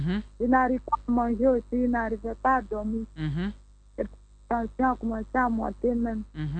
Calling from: Côte d’Ivoire; J'appelle de... Agban.

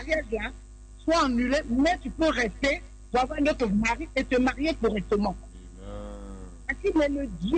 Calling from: Côte d’Ivoire; mon identité, je suis une Ivoirienne.

